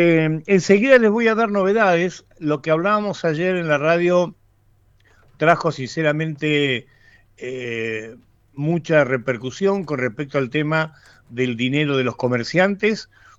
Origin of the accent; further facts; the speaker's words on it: San Juan, Argentina; born there; a mí me tocó muy de pibe vivir los terremotos en San Juan, pero era muy pibe